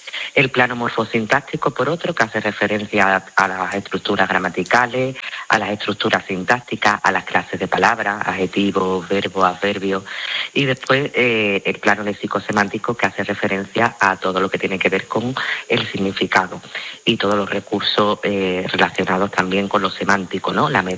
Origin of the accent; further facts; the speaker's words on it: Andalusia, Spain; accent: Andalusian; los andaluces, siempre nos hemos visto en situaciones en las que hemos estado presentes y han humillado nuestra forma de hablar.